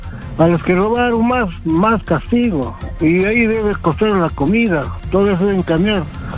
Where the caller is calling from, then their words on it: Lima, Peru; de Cerca de Lima.